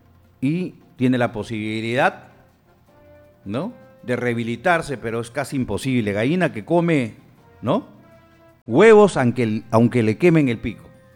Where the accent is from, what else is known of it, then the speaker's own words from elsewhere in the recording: Peru; soy serrano también, ¿no? No me avergüenzo tampoco, me siento orgulloso, peruano al 100%.